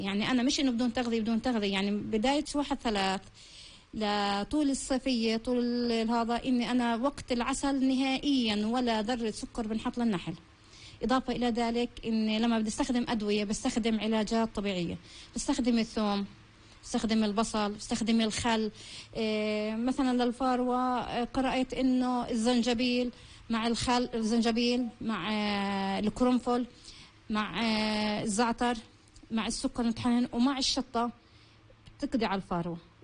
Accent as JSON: {"language": "Arabic", "country": "Palestine", "said": "احنا كفلسطينيين"}